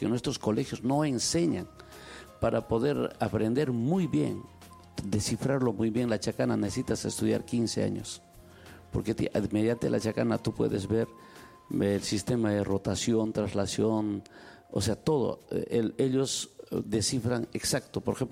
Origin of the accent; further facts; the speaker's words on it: Peru; a mi tierra natal, a mi pueblo querido, a toda mi gente quechua hablante, a todo mi Perú adorado, que yo soy más peruano que la papa